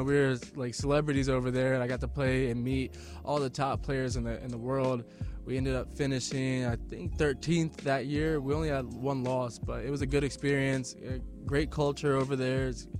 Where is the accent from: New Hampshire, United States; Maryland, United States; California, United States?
Maryland, United States; Glenelg; I'm from Howard County, Maryland, specifically Glenelg area. I grew up there all my life, and it's a great area to be in, great schools.